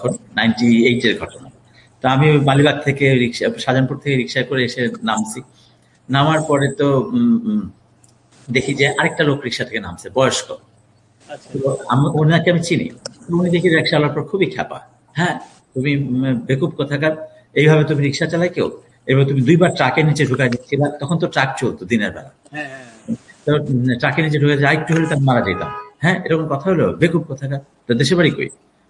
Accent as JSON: {"language": "Bangla", "town": "Narsingdi", "region": "Dhaka Division", "country": "Bangladesh", "said": "আমি এটার জন্য জিজ্ঞেস করছি যে আমার দেশের বাড়ি হচ্ছে নরসিংদী।"}